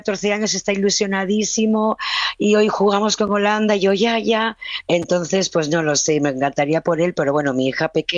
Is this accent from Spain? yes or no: yes; Asturias, Spain; yo soy asturiana pequeñita y como que me parecía bastante alto.